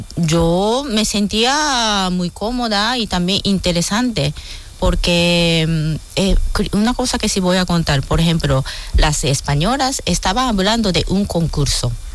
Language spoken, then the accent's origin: Spanish; Japan; Spanish is a second language; now in Spain; Y yo digo, no sé, porque soy japonesa.